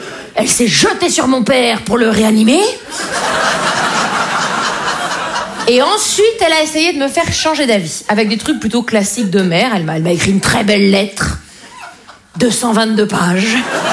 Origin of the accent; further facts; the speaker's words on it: Liffol-le-Grand, Grand Est, France; Je viens des Vosges. Les Vosges, vous voyez? Vous savez, c'est en France, hein, vous voyez? C'est juste avant l'Ukraine, vous voyez? C'est dans l'Est, en Lorraine. Et moi, je viens de Liffol-le-Grand, vous voyez?